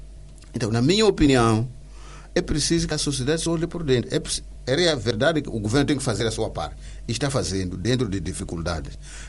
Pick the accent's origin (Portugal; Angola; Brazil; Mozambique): Mozambique; Nós, como moçambicanos, estamos a perder moral.